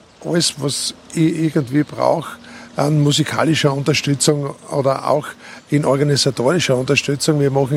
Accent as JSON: {"language": "German", "region": "Styria", "country": "Austria", "tie": "born or raised there", "said": "aber er ist halt doch da nahe meiner Heimat, auch in der Südsteiermark daheim."}